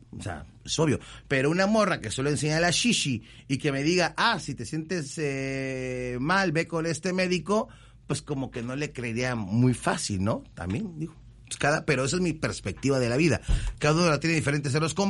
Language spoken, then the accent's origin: Spanish; Caribbean coast, Colombia; accent: costeño; yo me estoy harto que siempre nos critican los que hablamos como costeño, primo.